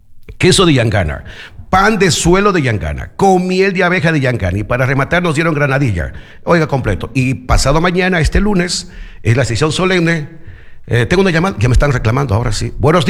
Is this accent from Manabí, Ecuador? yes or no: no; Chuquiribamba, Loja, Ecuador; born there; now in Loja, Ecuador; a mi pueblo Chuquiribamba